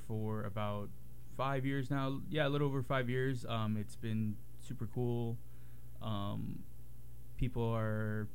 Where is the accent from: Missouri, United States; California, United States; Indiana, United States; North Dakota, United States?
California, United States; moved away as an adult; also born or lived in Sacramento; now in Portland, United States; I'm from Northern California.